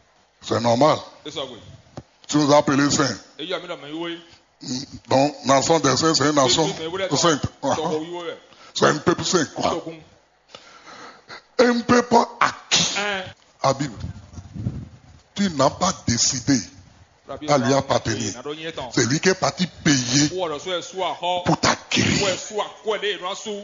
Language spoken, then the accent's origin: French; Benin; Malgré que je suis béninois